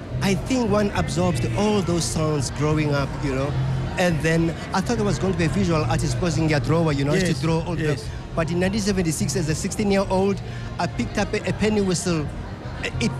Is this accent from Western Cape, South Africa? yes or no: yes; Cape Town, Western Cape, South Africa; Opposite my grandma's place where I grew up in Langa, in the you know, mid-60s, as a toddler